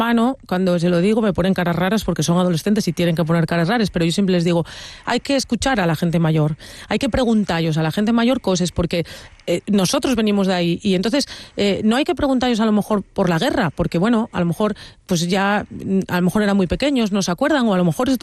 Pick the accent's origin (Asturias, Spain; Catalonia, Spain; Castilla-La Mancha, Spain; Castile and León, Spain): Asturias, Spain; tú piensas que yo soy de un pueblo en el que lo más normal del mi pueblo, del mi barrio, y es que tengas un güelu de fuera, que sea andaluz, extremeño, gallego, portugués, porque nosotros, a mí siempre me gusta decir que los cuencas mineres somos crisol de razas